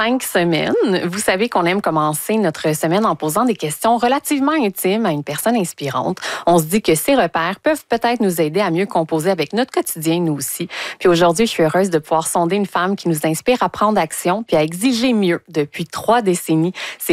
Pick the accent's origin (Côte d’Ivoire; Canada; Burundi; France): Canada; Farnham, Quebec; Moi, je viens de Farnham. Nous, on dit Frélich.